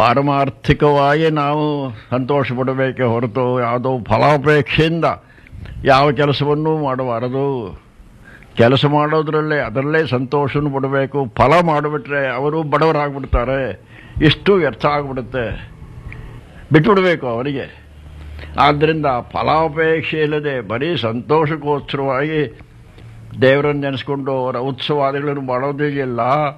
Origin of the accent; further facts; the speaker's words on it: Melukote, Karnataka, India; born there; ನೋಡಿ, ನಾನು ಮೇಲ್ಕೋಟೆಯಲ್ಲಿ ಹುಟ್ಟಿದೆ. ಮೇಲ್ಕೋಟೆ ಅನ್ನೋದು ಶ್ರೀವೇಷ್ಟವರ ಚತುರ್ಧಾಮಗಳಲ್ಲಿ ಒಂದು.